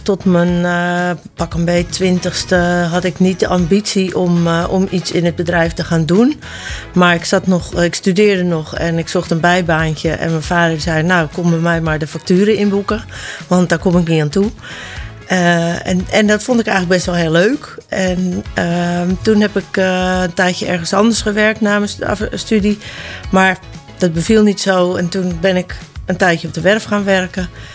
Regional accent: Uithoorn, North Holland, Netherlands; moved away as an adult; now in Aalsmeer, Netherlands; woonachtig in Aalsmeer sinds het jaar 2000. Ik kom hier oorspronkelijk eigenlijk niet vandaan. Ik ben namelijk geboren en getogen in Uithoorn.

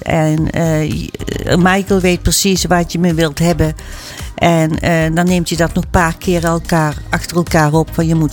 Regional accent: North Brabant, Netherlands; Ik ben ook een Brabantse

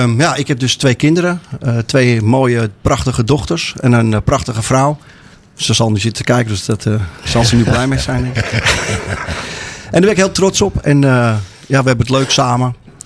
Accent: Amsterdam, North Holland, Netherlands; Ik kwam uit Amsterdam, ik ging verhuizen daar naartoe.

